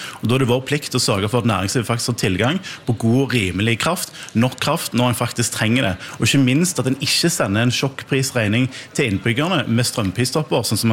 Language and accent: Norwegian; Rogaland, Norway; der jeg kommer fra i Rogaland